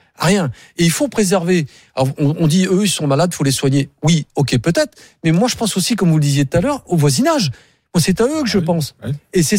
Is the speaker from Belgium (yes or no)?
no; Marseille, Provence-Alpes-Côte d'Azur, France; Je suis marseillais. Donc, je connais bien la ville.